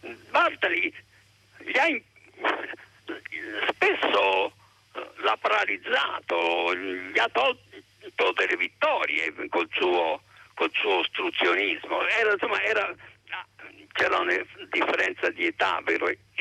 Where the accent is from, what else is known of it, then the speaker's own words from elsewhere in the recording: Tuscany, Italy; Poi sono anche toscano.